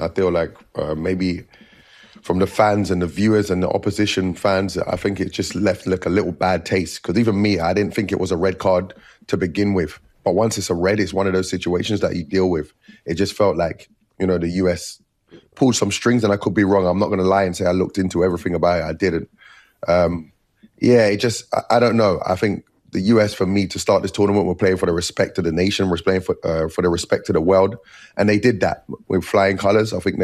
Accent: England, United Kingdom; now in United States; Obviously, I'm from England, but I've been in America for a long time, so I'm rooting for America.

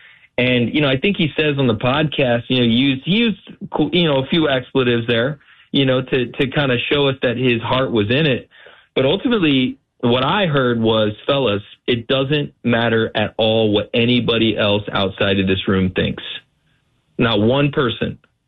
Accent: Illinois, United States; I'm from Illinois

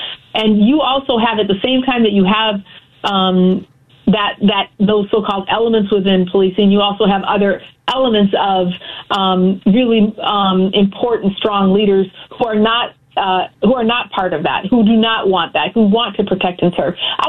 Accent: Minneapolis–Saint Paul, Minnesota, United States; You know, the other reality of growing up in the Twin Cities in that time was that, you know, especially in, you know, both St. Paul and Minneapolis have their own culture

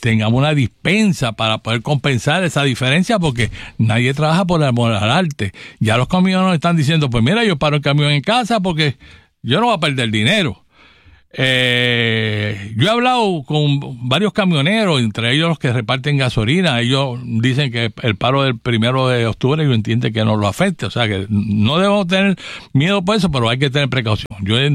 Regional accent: Puerto Rico; Eso no va a afectar a Puerto Rico porque nosotros somos parte de Estados Unidos y eso no va con nosotros.

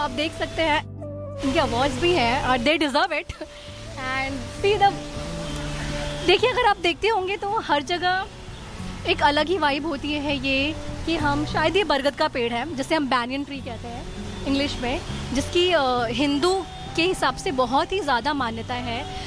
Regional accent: Uttar Pradesh, India; वैसे मेरा home town UP है, तो वहाँ के लोग अक्सर मुझे गणेश उत्सव के बारे में पूछते भी हैं कि यहाँ पे कैसा होता है।

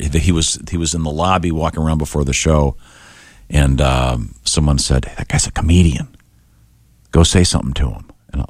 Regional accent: Shaker Heights, Ohio, United States; I grew up in Shaker Heights, Ohio.

